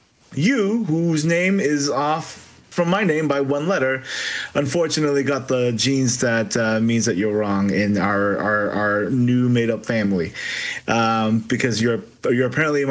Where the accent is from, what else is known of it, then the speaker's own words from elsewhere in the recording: California, United States; I'm from California.